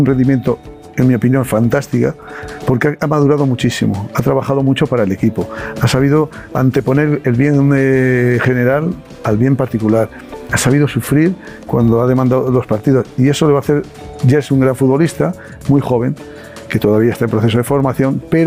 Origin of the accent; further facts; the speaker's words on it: Spain; pues nosotros somos los 26 españoles, eran los 26 y son los 26 españoles